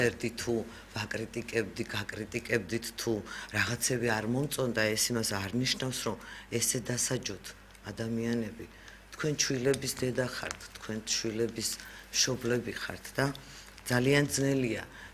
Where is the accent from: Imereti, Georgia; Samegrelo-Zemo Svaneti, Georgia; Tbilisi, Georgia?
Imereti, Georgia; Samtredia; დიახ, თვითონაც სამტრედიელია და მე სამტრედიაში დაბადებული გაზრდილი ვარ და მე და ეკა ერთ სკოლაში ვსწავლობდით.